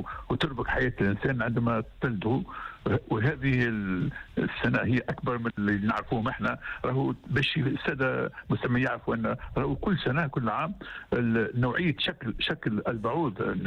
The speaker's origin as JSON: {"language": "Arabic", "country": "Tunisia", "said": "بلدي تونس"}